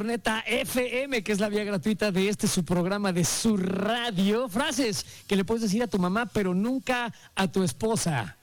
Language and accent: Spanish; Mexico